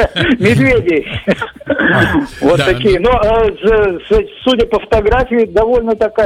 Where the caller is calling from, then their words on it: Latvia; я живу в Рижском районе, вот в самом треугольнике между Сауриши, УПСВС, Цекуле, значит, практически в лесу.